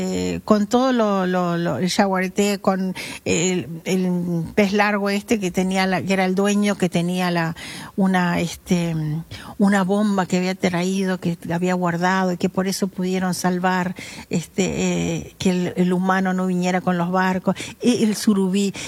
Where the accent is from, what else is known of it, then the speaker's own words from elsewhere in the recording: Salto, Uruguay; born there; Tanto que Quiroga es nacido en el mismo lugar. Los dos nacimos en Salto.